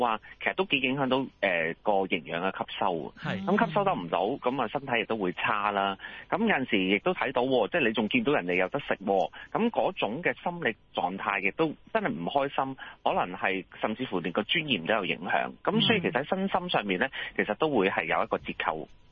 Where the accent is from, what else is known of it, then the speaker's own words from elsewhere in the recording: China; 其實我哋中國人呢，即係正所謂民以食為天啦